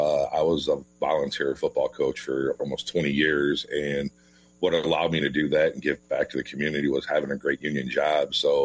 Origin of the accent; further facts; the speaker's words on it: Indiana, United States; I grew up in Northwest Indiana. Grew up in a typical union household.